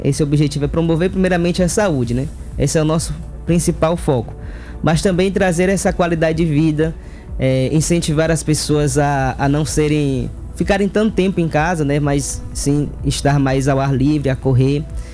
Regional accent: Bahia, Brazil; also born or lived in Curralinho, Pará; now in Macapá, Brazil; Eu sou original da Bahia, né?

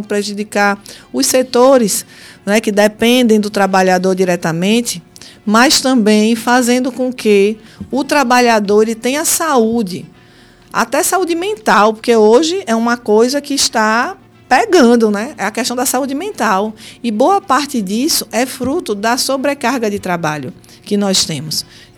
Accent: Brazil; enquanto brasileira

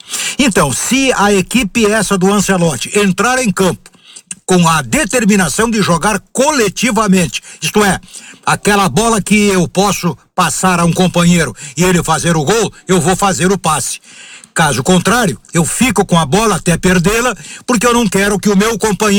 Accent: Brazil

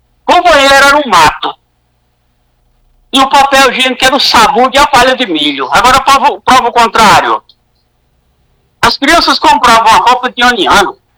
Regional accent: Brazil; also born or lived in Catolé do Rocha, Paraíba / João Dias, Rio Grande do Norte; Eu sou do Rio Grande do Norte, sou da Paraíba. Né? Eu já. Você vê que. Eu sou dos dois estados, Catolé e João Dias … sítio Boa Vista.

